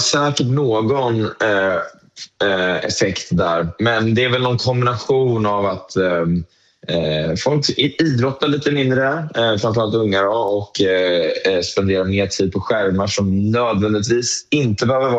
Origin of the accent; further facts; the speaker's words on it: Uppsala, Uppsala County, Sweden; now in Malmö, Sweden; Jag kommer själv från Uppsala men bor i Malmö